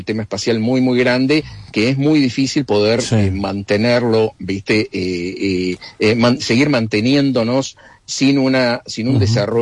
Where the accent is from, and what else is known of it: Argentina